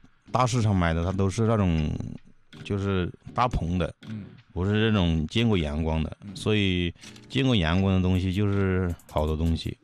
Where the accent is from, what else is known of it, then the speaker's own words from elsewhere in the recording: Changsha County, Hunan, China; 我们老家有啊，我们长沙县